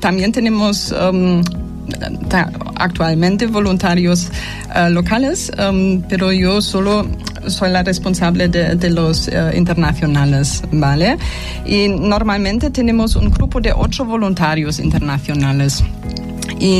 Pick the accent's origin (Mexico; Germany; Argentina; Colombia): Germany; Spanish is a second language; moved away as an adult; now in Catalonia, Spain; soy alemana, pero vivo en España, en Cataluña, desde 2013. Y con mi marido, que es español, por eso estoy aquí.